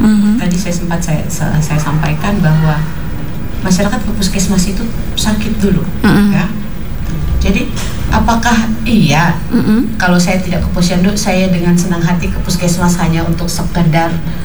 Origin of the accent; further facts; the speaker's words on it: Fakfak, West Papua, Indonesia; kita orang Fafak ini, Fafak ini suka musik.